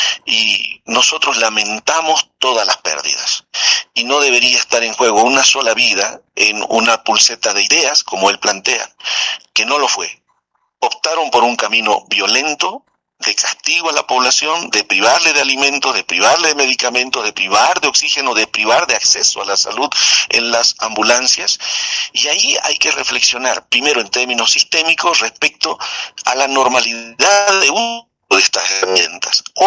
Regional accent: Bolivia; Nosotros hemos, como bolivianos, todo el pueblo boliviano ha hecho un gran sacrificio para resguardar las vidas

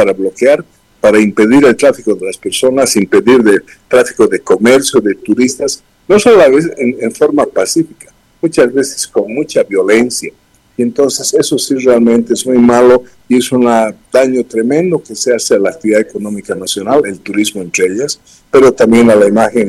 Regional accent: Bolivia; porque sería una forma como de una vez por todos pudiéramos ser capaces como bolivianos, en forma dialogada, participativa, legal

